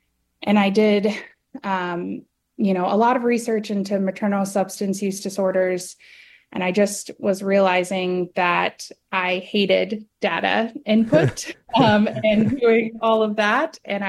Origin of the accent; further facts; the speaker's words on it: Texas, United States; so they ended up moving their family to Texas. So I'm actually originally from Texas.